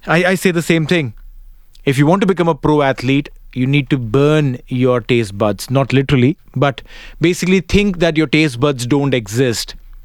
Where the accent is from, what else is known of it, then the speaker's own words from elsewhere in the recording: Mumbai, Maharashtra, India; I'm from Mumbai.